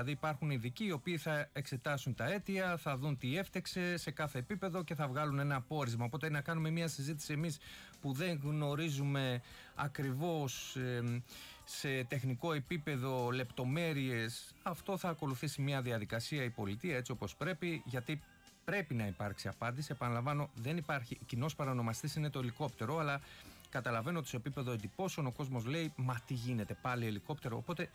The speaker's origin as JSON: {"language": "Greek", "town": "Piraeus", "region": "Attica", "country": "Greece", "said": "επειδή την ξέρω την περιοχή και ξέρω ότι ως Πειραιώτης"}